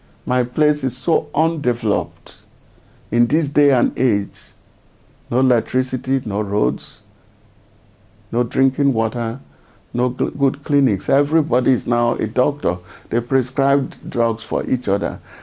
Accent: Nigeria; I'm Nigerian

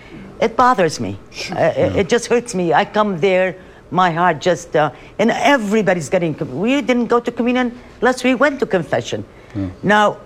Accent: Alqosh, Nineveh, Iraq; moved away; I am from originally from Al-Kosh, Iraq, from 20 miles north of Nineveh.

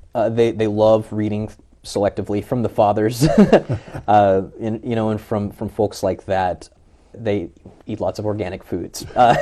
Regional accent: Bible Belt, United States; moved away; also born or lived in Cincinnati; we come from the Bible Belt where the preaching is just dynamic.

